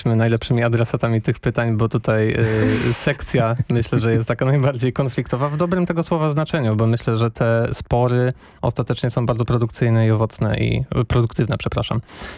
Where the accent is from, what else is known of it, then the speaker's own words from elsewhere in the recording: Silesian Voivodeship, Poland; moved away as an adult; now in Warsaw, Poland; ja nie pochodzę z Warszawy, pochodzę z Podczęstochowy i mieszkam tutaj jakieś 5 lat.